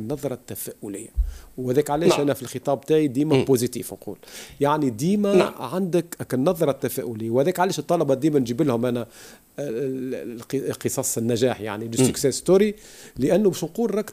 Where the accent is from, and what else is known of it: Tunisia